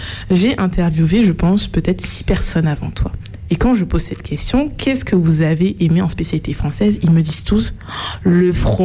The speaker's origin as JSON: {"language": "French", "country": "Martinique", "said": "Je suis martiniquaise"}